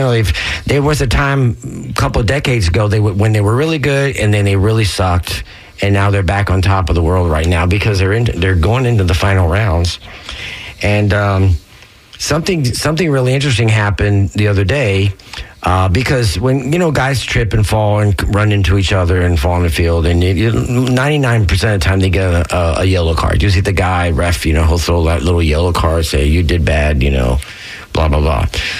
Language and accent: English; Tampa, Florida, United States; growing up in Florida or Tampa, or whatever, you know, football's always been king here